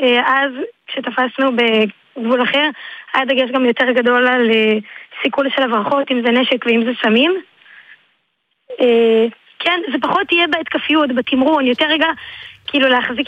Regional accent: Shephelah, Israel; אני גרה בקיבוץ באזור השפלה, גדלתי בקיבוץ כל החיים שלי.

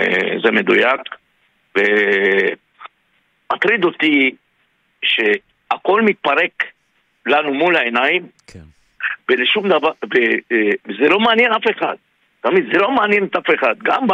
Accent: Kiryat Shmona, Northern District, Israel; אני בן המקום, אני יליד המקום

